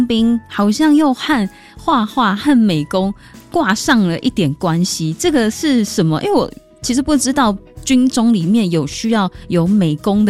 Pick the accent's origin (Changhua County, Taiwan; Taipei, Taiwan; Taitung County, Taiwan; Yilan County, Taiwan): Taipei, Taiwan; 因为我自己在台北长大